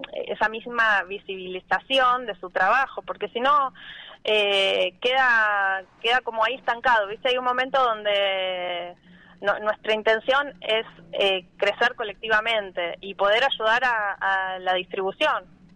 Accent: Buenos Aires, Argentina; moved away as an adult; now in Bariloche, Argentina; Yo estoy viviendo acá en Bariloche hace casi 20 años y soy oriunda de Buenos Aires

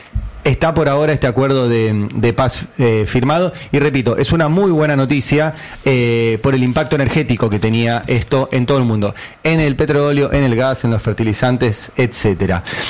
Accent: Argentina

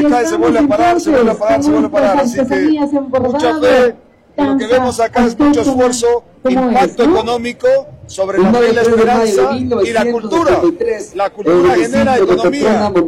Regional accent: Bolivia; estoy como un boliviano más, que ama la cultura nacional.

